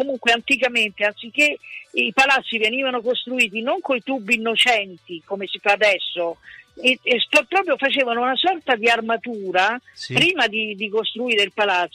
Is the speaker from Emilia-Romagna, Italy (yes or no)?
no; Rome, Lazio, Italy; born there; Io sono romana, ma i genitori miei sono marchigiani. Quindi... di un piccolo paese in provincia di Ascoli Piceno che si chiama Cervara e adesso ormai è 4 abitanti.